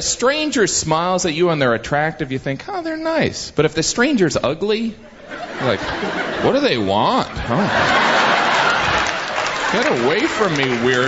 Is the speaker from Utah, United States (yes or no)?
no; Indiana, United States; It's more like, we're from Indiana, and we're gonna move.